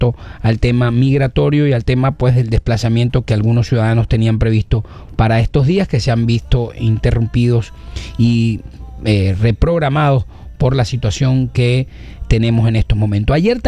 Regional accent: Venezuela; a todos nosotros los venezolanos

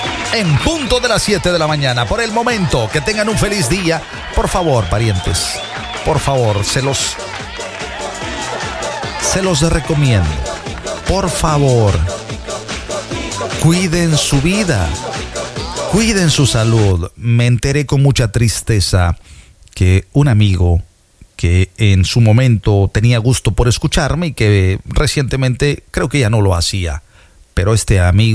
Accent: Veracruz, Mexico; yo soy de oro, y yo soy jarocho.

